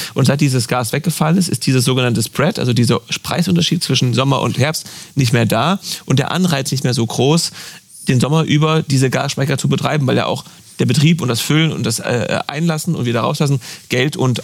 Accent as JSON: {"language": "German", "country": "Germany", "said": "Wir sind Deutsche, wir sind irgendwo gefangen in unserer Seele zwischen marktwirtschaftlich, aber es soll doch schon sehr, sehr gut sicher und reguliert und lieber nochmal ein doppelter Boden eingebaut sein."}